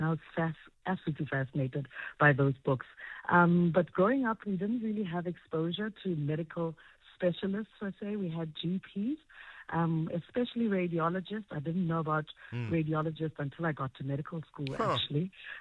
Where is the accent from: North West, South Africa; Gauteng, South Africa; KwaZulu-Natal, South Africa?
North West, South Africa; Mafikeng; growing up in Mafeking, I was a very curious child